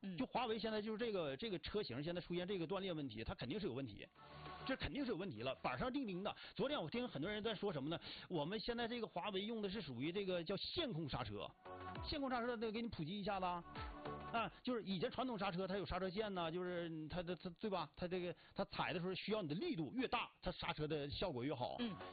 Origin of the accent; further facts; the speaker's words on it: Northeast China, China; 我作为一个纯纯的东北人